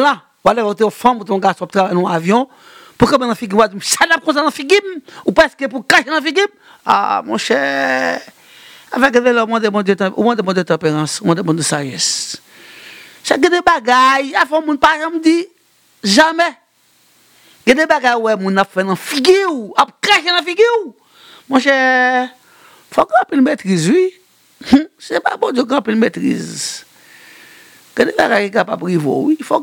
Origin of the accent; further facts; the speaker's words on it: Haiti; Mais nous sommes des Haïtiens, nous sommes Haïtiens.